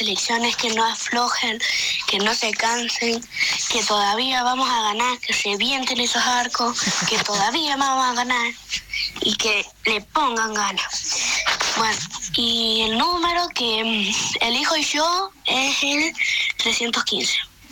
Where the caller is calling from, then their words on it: Barrial, Argentina; vivo en Barrial.